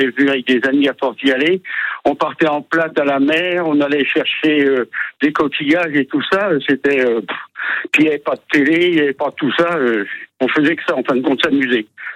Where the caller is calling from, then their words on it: Angoulins, Nouvelle-Aquitaine, France; J'habite à Angoulin.